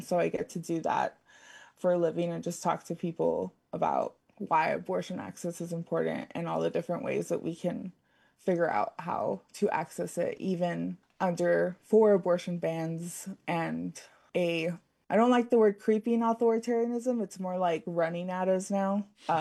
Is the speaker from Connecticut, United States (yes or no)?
no; Texas, United States; I'm from the Rio Grande Valley, and so moved back there after college.